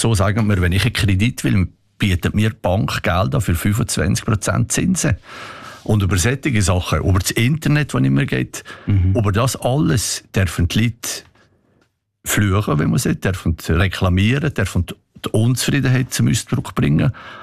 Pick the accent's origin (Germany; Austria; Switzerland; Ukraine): Switzerland; Aber was sich natürlich ein bisschen geändert hat, dass als Schweizer ist man jetzt Bürger von einem nicht freundlichen Land.